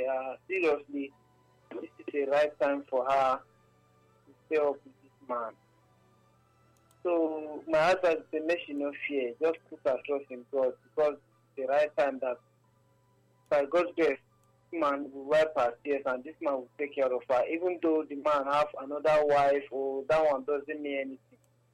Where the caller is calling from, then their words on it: Denmark; I'm calling from Denmark.